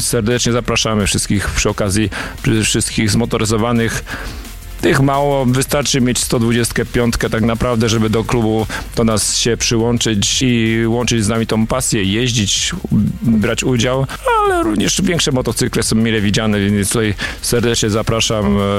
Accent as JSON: {"language": "Polish", "town": "Słupca", "region": "Greater Poland Voivodeship", "country": "Poland", "said": "Flaga Słupcy i barwy Słupcy i to, że jesteśmy ze Słupcy i z powiatu słupackiego, choć nie tylko, bo są motocykliści wśród nas, również z innych powiatów."}